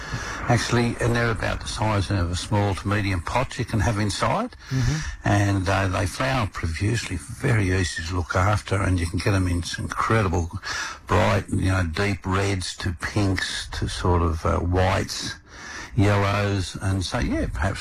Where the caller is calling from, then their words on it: Mount Coolum, Queensland, Australia; At Mount Coolum, in fact, I'm right at the base of Mount Coolum